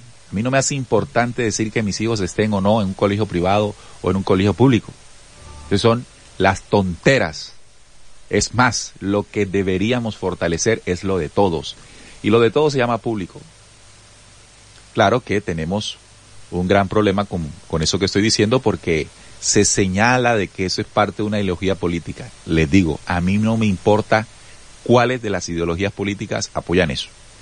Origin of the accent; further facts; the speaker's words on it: Colombia; como ciudadanos colombianos y como humanos